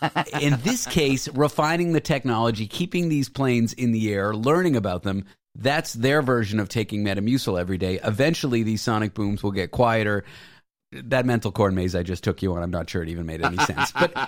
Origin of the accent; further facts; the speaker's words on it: Toronto, Ontario, Canada; I grew up in Toronto going to the Sky Dome.